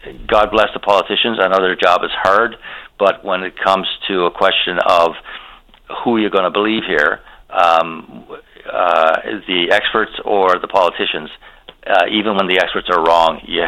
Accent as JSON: {"language": "English", "town": "Carbonear", "region": "Newfoundland and Labrador", "country": "Canada", "tie": "born or raised there", "said": "You know, growing up in Carbonear, you know, when I became aware of understanding a little bit about economics"}